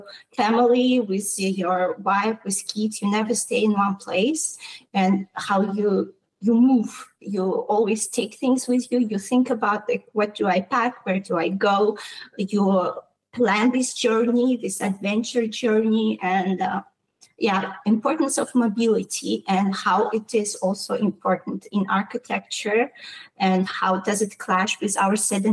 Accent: Kazakhstan; I come from Kazakhstan.

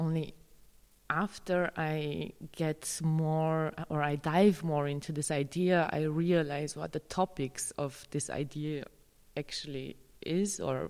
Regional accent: Romania; English is a second language; In case of the film, of course, I'm born in Romania. I grew up also a part of my life. I grew up in Romania, so I grew up with a lot of the ideas of how I am

